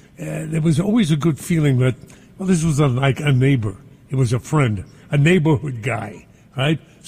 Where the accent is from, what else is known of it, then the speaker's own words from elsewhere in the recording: Brooklyn, New York, United States; I was brought up in Brooklyn, you were brought up in the Bronx, but you were always like neighborhood to me.